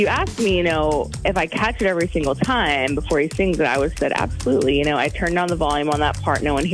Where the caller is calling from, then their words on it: Madison, Wisconsin, United States; I'm from Madison